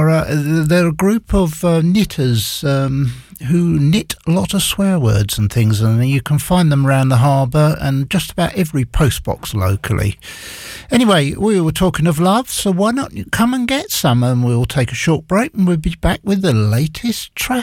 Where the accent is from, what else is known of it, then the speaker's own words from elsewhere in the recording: Whitstable, South East England, United Kingdom; particularly in my hometown of Whitstable